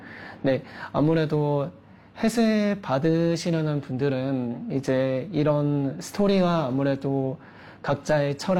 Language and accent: Korean; South Korea; moved away as an adult; now in Australia; 저 같은 경우는 한국 사람이다 보니까